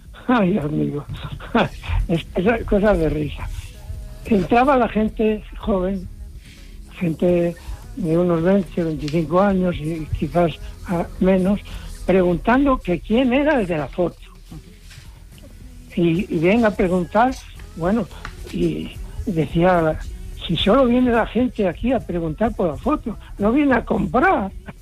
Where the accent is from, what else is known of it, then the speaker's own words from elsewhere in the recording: Zamora, Castile and León, Spain; now in Valladolid, Spain; Pues mira, soy de Zamora, ¿sabes?